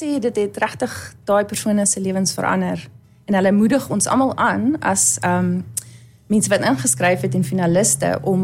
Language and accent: Afrikaans; Hartbeespoort, North West, South Africa; Ek is van Hartbeespoort oorspronklik. Ek is 'n onderwyseres hierso al vir 15 jaar.